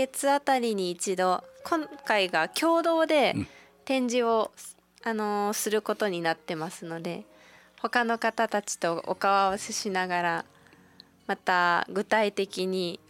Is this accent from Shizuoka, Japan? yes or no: yes; Makinohara, Shizuoka, Japan; 先日私の地元の静岡県牧之原市が台風の被害があって